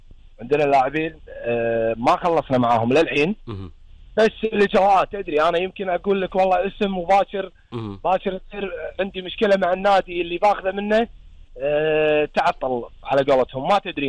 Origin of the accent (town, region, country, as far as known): Kuwait